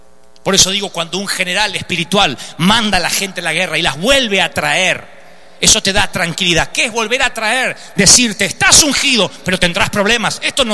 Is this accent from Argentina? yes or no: yes; Argentina; Qué patéticos somos los argentinos.